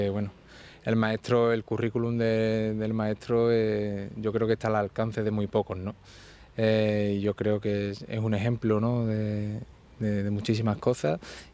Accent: San Fernando, Andalusia, Spain; hablo como aficionado y como taurino de San Fernando

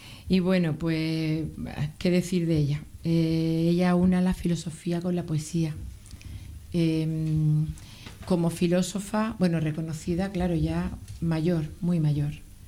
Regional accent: Vélez-Málaga, Andalusia, Spain; Yo soy del pueblo de María Zambrano, de Belén, Málaga.

